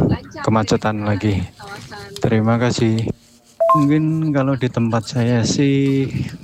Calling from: Grobogan, Central Java, Indonesia; Kalau di tempat saya, kampung saya, namanya Kampung Pesantren Desa Kambu, Kecamatan Kelampung, Grobogan.

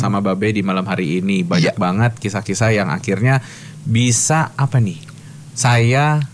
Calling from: Yogyakarta, Special Region of Yogyakarta, Indonesia; Aku dari Jogja, masih status sebagai mahasiswi kedokteran hewan.

